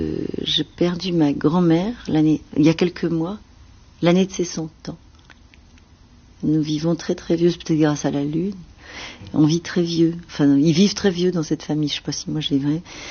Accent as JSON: {"language": "French", "country": "Tunisia", "tie": "born there", "said": "moi je viens d'un pays arabe, ça veut dire que je viens de Tunisie, je suis née en Tunisie, et que la lune, c'est partout."}